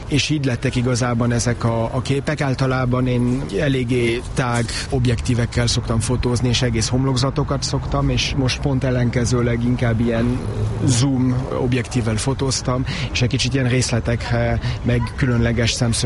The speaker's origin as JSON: {"language": "Hungarian", "country": "Switzerland", "tie": "born or raised there", "second_language": "Hungarian", "moved": "as an adult", "lives_now": "Budapest, Hungary", "said": "Nekem az anyukám magyar, a 70-es évek végén költözött ki, ott születtem, ott nőttem fel, az R betűvel nem sikerült megküzdködnöm, de próbáltam. Francia nyelven jártam iskolában, otthon anyukámmal magyarul beszéltünk. 19 éves koromban úgy döntöttem, hogy megpróbálok egy évig itt Budapesten élni."}